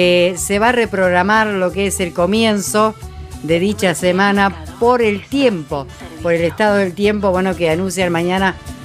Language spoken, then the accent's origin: Spanish; Minas, Lavalleja, Uruguay; Si no me equivoco, quiero equivocar porque soy de Minas y me parece que no estoy muy errada.